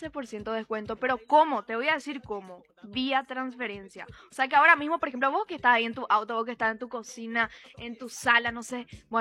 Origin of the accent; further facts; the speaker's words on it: Ciudad del Este, Alto Paraná, Paraguay; yo soy de Ciudad del Este